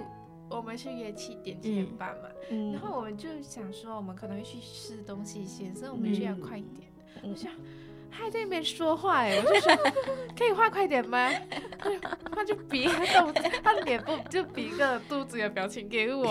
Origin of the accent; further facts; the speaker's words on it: Malaysia; moved away; 那时候我刚回到。马来西亚嘛